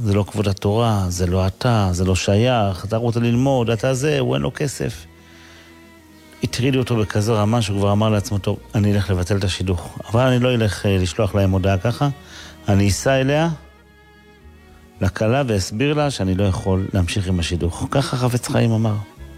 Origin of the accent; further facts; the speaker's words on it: Kiryat Ata, Haifa District, Israel; כשהייתי ילד קטן בקריית אתא